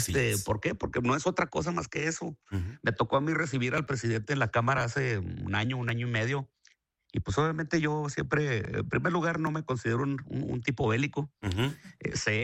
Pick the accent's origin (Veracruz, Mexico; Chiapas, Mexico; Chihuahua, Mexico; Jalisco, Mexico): Chihuahua, Mexico; Jiménez; also born or lived in Parral; Soy de Jiménez, pero nací en Parral.